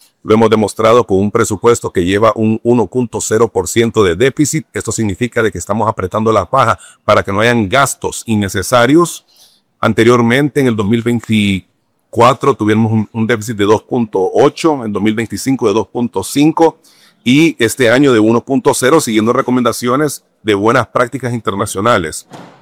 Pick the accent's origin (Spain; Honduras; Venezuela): Honduras; tenemos que tener mucho cuidado en cuánto es lo que está entrando y cuánto es lo que podemos gastar nosotros como hondureños.